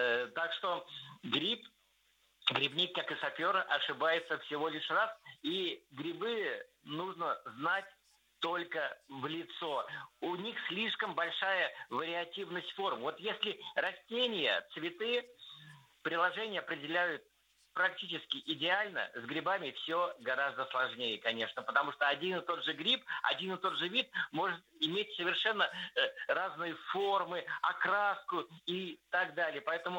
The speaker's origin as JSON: {"language": "Russian", "region": "Moscow Oblast", "country": "Russia", "tie": "born there", "said": "Вот как я, который вырос на даче под Домодедово и практически среди лесов."}